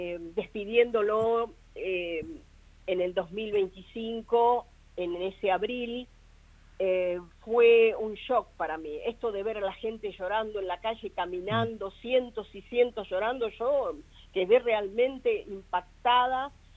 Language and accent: Spanish; Argentina